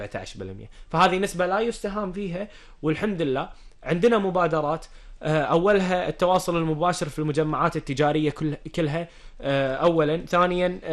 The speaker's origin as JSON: {"language": "Arabic", "country": "Kuwait", "said": "ولأول مرة في تاريخ الكويت الحمد لله قدرنا نكسر قمة الأحمال عندنا في الكويت"}